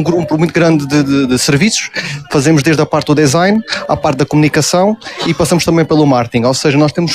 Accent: Portalegre, Alentejo, Portugal; nós somos de Porto Alegre e queríamos alguma coisa que caracterizasse a nossa cidade. E o desejo foi sempre voltar e cá estamos, já estamos praticamente há 6 anos.

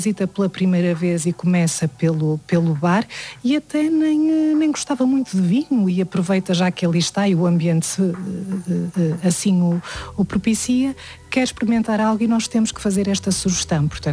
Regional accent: Santa Maria da Feira, Aveiro, Portugal; porque originalmente eu sou de Santa Maria da Feira

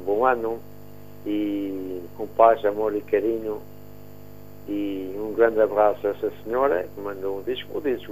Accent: Freixo, Norte, Portugal; principalmente aos bombeiros voluntários da minha terra, aos Freixo.

